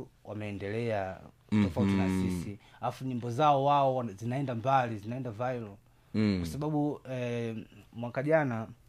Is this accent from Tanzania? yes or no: yes; Tanzania